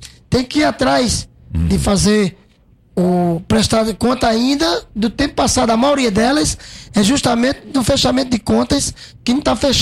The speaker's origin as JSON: {"language": "Portuguese", "town": "Patos", "region": "Paraíba", "country": "Brazil", "tie": "born or raised there", "moved": "as an adult", "lives_now": "Nova Prata, Brazil", "said": "Nasci em Patos da Paraíba"}